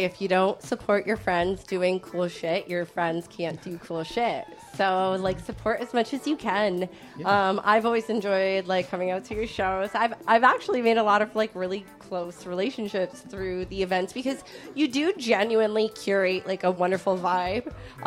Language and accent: English; Windsor, Ontario, Canada; We're from Windsor, and that's a city of laborers